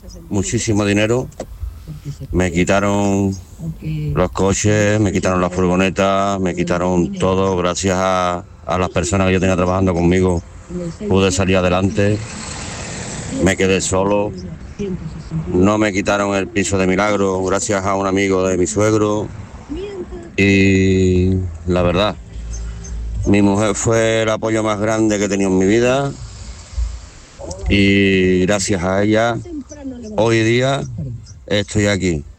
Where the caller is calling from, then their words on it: Seville, Andalusia, Spain; del Cerro del Águila.